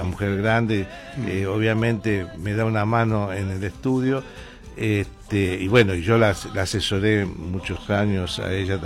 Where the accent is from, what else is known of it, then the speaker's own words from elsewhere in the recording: Buenos Aires, Argentina; mi familia hace 100 años, yo ya tengo, ya estoy cercano a los 80 también, así que, y nací en Mataderos. Por conseguir, y vivo en Mataderos, sí. Me casé en la zona de Mataderos, sigo viviendo en el lugar. Mi familia toda es de la zona, tanto Liniers, Lugano, Mataderos, Parque Avellaneda, vivimos todos en toda esta zona